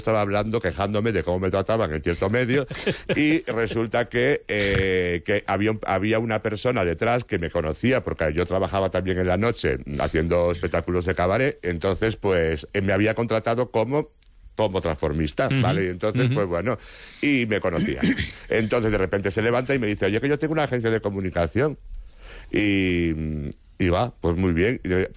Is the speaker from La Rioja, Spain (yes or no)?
no; Foz, Galicia, Spain; now in Madrid, Spain; Yo soy de Foz, Lugo, sí, señor.